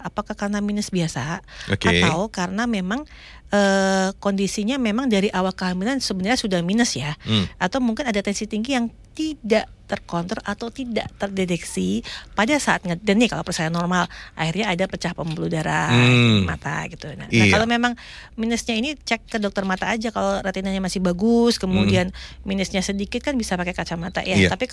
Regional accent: Pekalongan, Central Java, Indonesia; kita orang Pekalongan

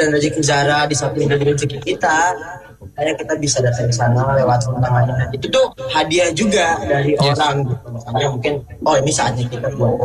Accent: Bima, West Nusa Tenggara, Indonesia; di daerah aku, di daerah Biman, Tenggara Barat

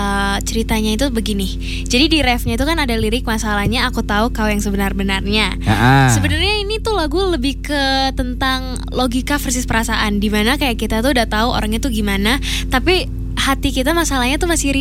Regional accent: Bali, Indonesia; Aku dari Bali

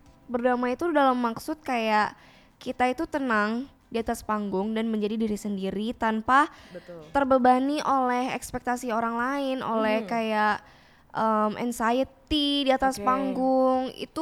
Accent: Bali, Indonesia; Iya dari berbagai Indonesia dan aku dari Bali, satu-satunya dari Bali.

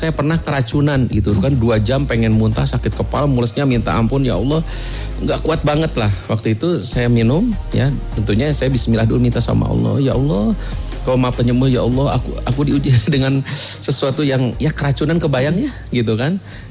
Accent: Bandung, West Java, Indonesia; Saya orang Bandung, saya cinta orang Bandung.

